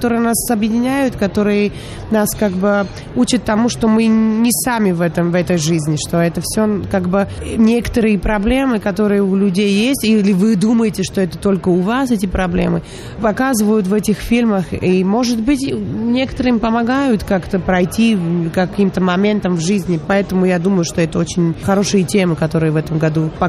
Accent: Armenia; Russian is a second language; now in Bratislava, Slovakia; Я как армянка, которая живу долгие годы уже в Братиславе, в Словакии

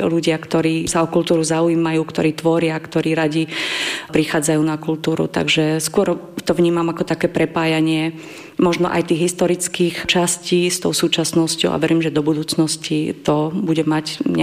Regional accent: Bratislava, Bratislava Region, Slovakia; born there; moved away as an adult; also born or lived in Prague / Brno / Ústí nad Labem / Liptovský Mikuláš; now in Poprad, Slovakia; Máme dom v Liptovskom Mikuláši, takže nie som až tak vzdialená, aj keď som rodená Bratislavčanka. A tá cesta bola trošku kľukatá cez Prahu, Brno, Ústí nad Labem, Bratislavu.

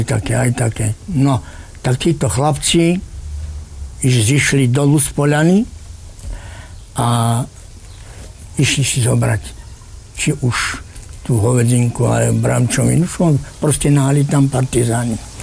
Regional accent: Dúbravy, Banská Bystrica Region, Slovakia; Pochádzam z tejto obci v Dúbravách. Narodil som sa 1. marca 1940. Pochádzam z chudobnej rodiny. Romskej.

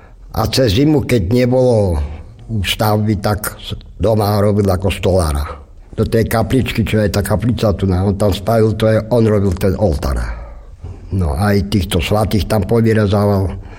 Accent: Oravská Polhora, Žilina Region, Slovakia; born there; Ja som sa narodil v Oravskej Pohore. Narodil som sa 30. augusta 1921.

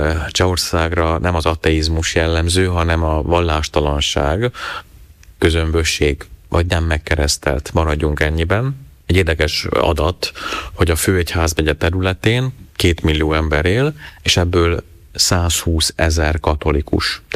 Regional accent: Slovakia; moved away as an adult; now in Prague, Czechia; ezt nagyon nehéz volt nekem ipolymentiként úgy megértenem. Ahhoz voltam hozzászokva, tehát, hogy ott én ebben nevelkedtem, ezt éltem meg

